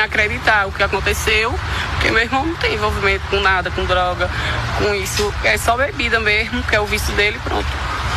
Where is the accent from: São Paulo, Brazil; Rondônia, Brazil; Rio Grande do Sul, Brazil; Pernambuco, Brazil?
Pernambuco, Brazil; São Bento do Una; Nós somos de São Bento do Uno, na Vila do Espírito Santo, município de São Bento, né?